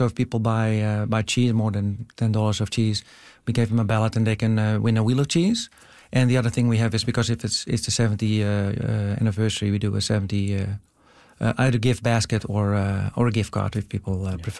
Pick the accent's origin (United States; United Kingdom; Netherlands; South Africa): Netherlands; moved away as an adult; growing up in the Netherlands